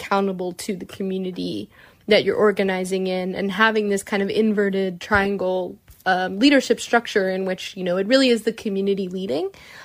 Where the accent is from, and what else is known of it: California, United States; also born or lived in San Francisco Bay Area; now in Los Angeles, United States